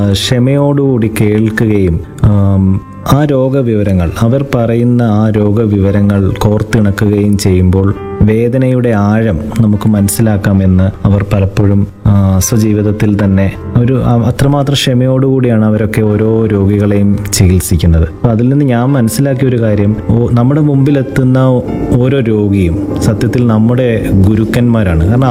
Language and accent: Malayalam; Kambissery, Kerala, India; born there; ഞങ്ങളുടെ വീടിനോട് ചേർന്ന് തന്നെ നേരത്തെ ഒരു ആശുപത്രി, കാമ്പിശ്ശേരിയിൽ മെഡിക്കൽ മിഷൻ ആശുപത്രി